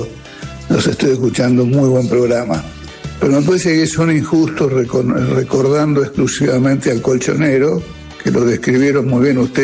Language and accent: Spanish; Buenos Aires, Argentina; born there; a principios de la década del 50, donde yo vivía en Floresta